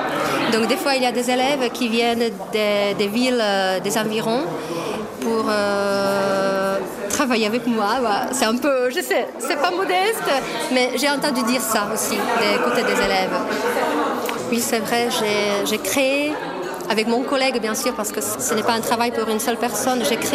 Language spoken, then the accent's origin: French; Český Těšín, Moravian-Silesian Region, Czechia; French is a second language; also born or lived in Ostrava; je viens de la ville de Český Těšín et je travaille au lycée Josef Božek dans la même ville. Je ne suis pas née à Český Těšín, mais je suis née à Ostrava